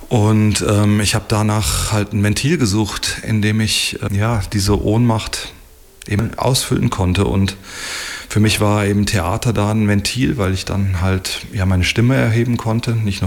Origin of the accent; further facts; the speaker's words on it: Germany; now in Bern, Switzerland; weil ich bin in Deutschland aufgewachsen, wie man hört.